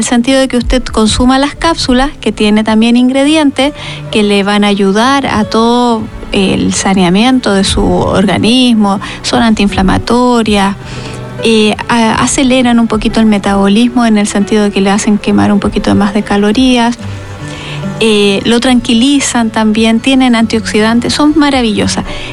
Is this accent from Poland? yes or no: no; Valparaíso, Chile; born there; usted, doctor, sabe que yo soy porteña.